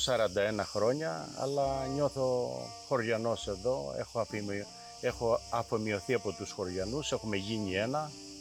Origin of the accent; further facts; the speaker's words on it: Galatas, Crete, Greece; born there; moved away; πράγματι δεν γεννήθηκα εδώ, αλλά νιώθω σαν να γεννήθηκα. Κατάγομαι από το Γαλατά Παιδιάδος. Τώρα αυτό το χωριό είναι μισοδιαλυμένο λόγω του σεισμού, έχει ερημωθεί. Είμαι εδώ 41 χρόνια, αλλά νιώθω χωριανός εδώ.